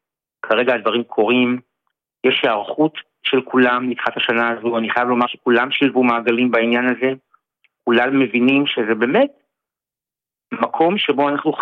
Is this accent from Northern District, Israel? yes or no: yes; Kiryat Shmona, Northern District, Israel; קריית שמונה, אני נולדתי פה וגדלתי פה.